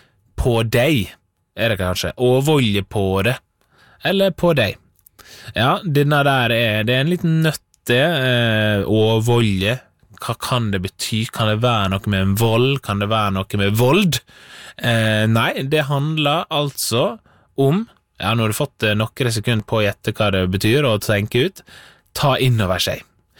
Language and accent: Norwegian; Møre og Romsdal, Norway; Fordi i disse dager så er jeg med på et spel her hjemme på Sunnmøre, og der bruker vi dette gamle orda og uttrykka fra Sunnmøre som en inspirasjon